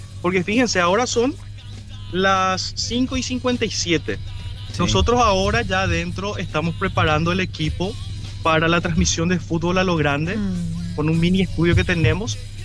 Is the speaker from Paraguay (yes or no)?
yes; Paraguay; algunos hinchas se acercaron al ver que éramos paraguayos